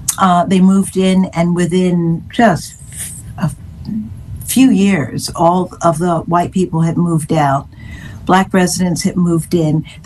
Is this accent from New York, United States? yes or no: no; Philadelphia, Pennsylvania, United States; I grew up in West Philadelphia.